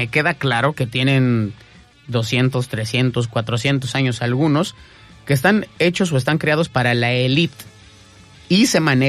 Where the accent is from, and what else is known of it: Mexico